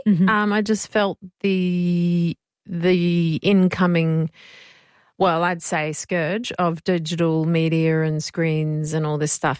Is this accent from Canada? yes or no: no; Brisbane, Queensland, Australia; I grew up in Brizzy, so I grew up in suburban Ashgrove in the 80s and loved growing up in Brisbane in the 80s and 90s